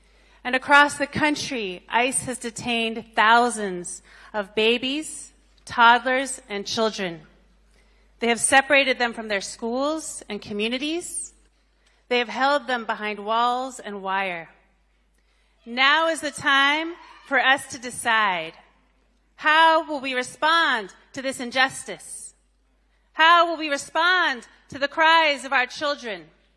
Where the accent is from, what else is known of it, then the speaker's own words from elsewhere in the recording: Texas, United States; I'm from Texas.